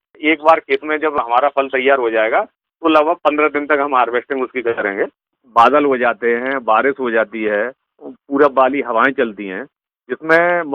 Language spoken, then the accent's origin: Hindi; Firozabad, Uttar Pradesh, India; गांव कीठौर फिरोजाबाद का रहने वाला हूँ।